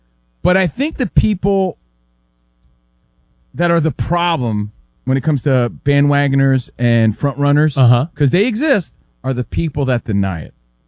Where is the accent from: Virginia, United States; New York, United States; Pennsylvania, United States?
New York, United States; I'm from New York.